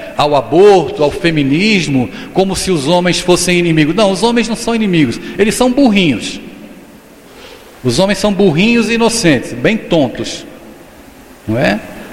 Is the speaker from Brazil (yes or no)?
yes; Brazil; now in Olinda, Brazil; Eu sou de São Paulo, mas estou morando em Olinda lá.